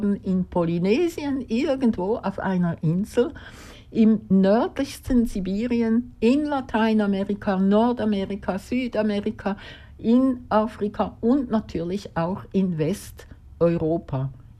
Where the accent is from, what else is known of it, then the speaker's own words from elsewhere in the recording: Zurich, Switzerland; die Zürcher und Zürcherinnenbevölkerung, also wir, die Steuerzahlerinnen